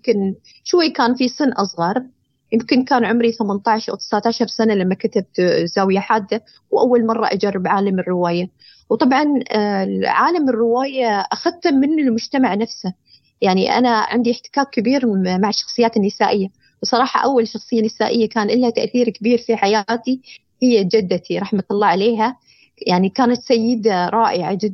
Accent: United Arab Emirates; أنت لما تدخل في سوق العمل يعني خاصة أنا أتكلم عن بلدي الإمارات

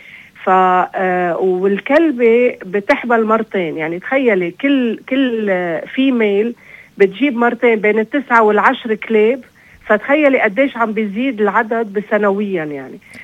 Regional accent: Syria; now in Lebanon; يعني فالخطة هي، أنا سوري عم برجع لأنه من وجعي عم بحكي

